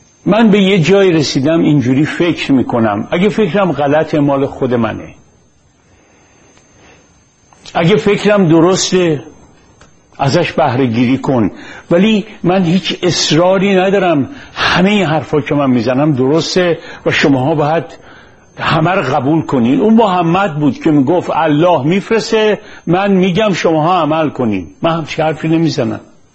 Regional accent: Iran; ما ایرونی ها گفتم هممون معلمیم

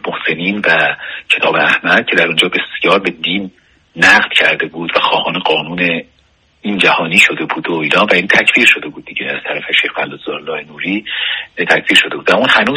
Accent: Iran; ما اکثریت مردم ایران بودیم.

